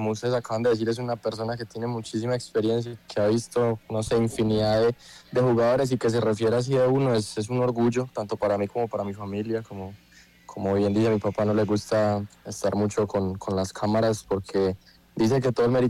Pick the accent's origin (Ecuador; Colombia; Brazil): Colombia; Santa Rosa de Cabal, Risaralda; born there; moved away; Yo soy nacido en Santa Rosa de Cabal.